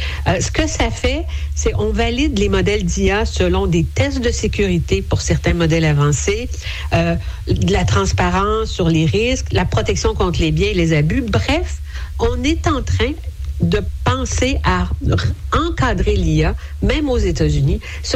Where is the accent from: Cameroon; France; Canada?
Canada; Et puis là, chez nous, au Canada